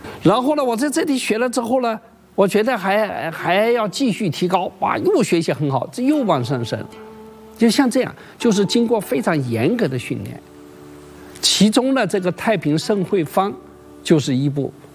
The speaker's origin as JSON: {"language": "Chinese", "country": "China", "said": "我们中国人啊"}